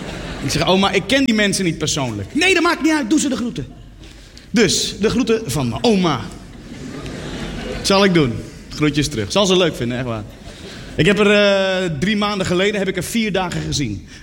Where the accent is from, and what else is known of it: Netherlands